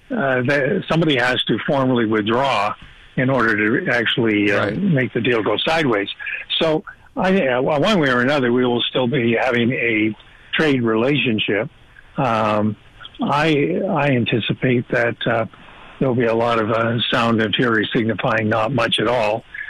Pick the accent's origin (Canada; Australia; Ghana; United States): Canada